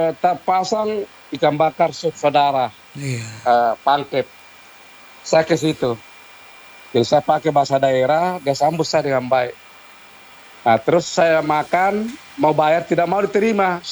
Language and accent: Indonesian; South Sulawesi, Indonesia; Jadi itu tidak benar kalau kita Bugis Makassar itu kau tahu, saya tahu tidak seperti itu. Jadi kalau kita perantau Bugis Makassar